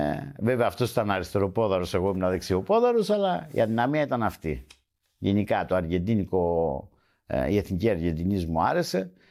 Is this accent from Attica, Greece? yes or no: no; Heraklion, Crete, Greece; Στην πλατεία, στα Καμίνια, εκεί στην Αγία Βαρβάρα, ναι, εκεί που μεγάλωσα, ναι, παίζαμε μπάλα.